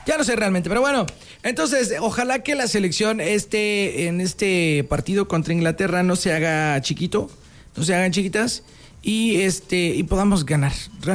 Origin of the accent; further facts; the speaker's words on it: Mexico; nosotros como mexicanos